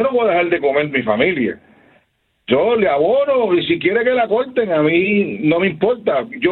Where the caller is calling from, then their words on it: San Juan, Puerto Rico; De aquí de San Juan, Puerto Rico.